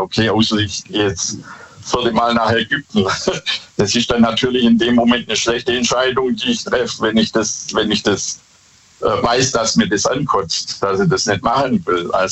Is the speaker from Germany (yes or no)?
yes; Bad Boll, Baden-Württemberg, Germany; ich komme aus Bad Boll.